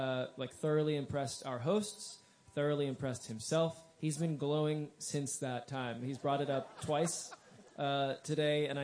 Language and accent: English; Kansas City, Missouri, United States; I'm from Kansas City.